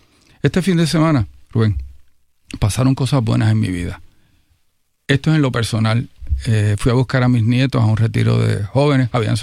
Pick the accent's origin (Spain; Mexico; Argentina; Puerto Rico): Puerto Rico; also born or lived in San Juan (Country Club); Papá, mi hermano nació en un barrio bajo de San Sebastián llamado Tablestilla. Y yo me crié en Cibao.